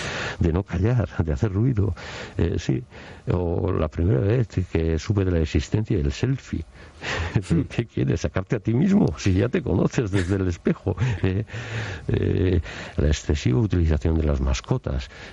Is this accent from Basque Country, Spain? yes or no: yes; Zarautz, Basque Country, Spain; Sí, soy de Zarauz.